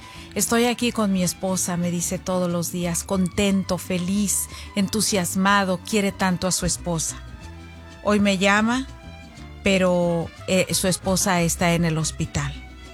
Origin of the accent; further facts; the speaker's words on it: Zacualco de Torres, Jalisco, Mexico; Saludos, con el permiso de todos ustedes, de toda mi audiencia, para mis paisanos, a todos los de Zacualco de Torres, Jalisco.